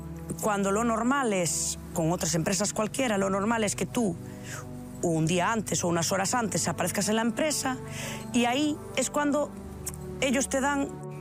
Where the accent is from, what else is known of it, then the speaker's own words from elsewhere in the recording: Galicia, Spain; yo soy gallega.